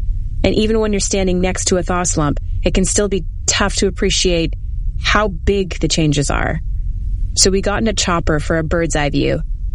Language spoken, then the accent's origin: English; Canada; I'm going to say meters because I'm Canadian.